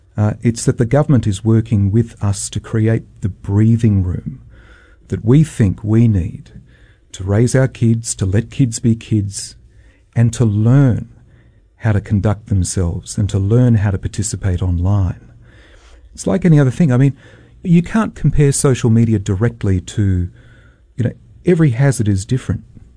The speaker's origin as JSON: {"language": "English", "country": "Australia", "said": "I mean, I'm an Australian parent."}